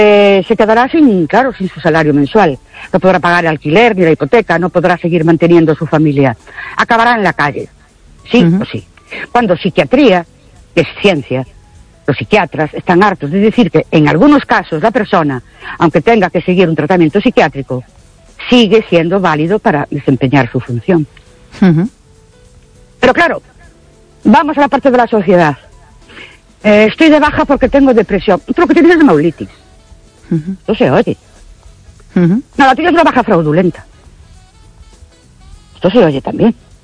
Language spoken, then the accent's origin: Spanish; Ourense, Galicia, Spain; Buenas noches … de Orense.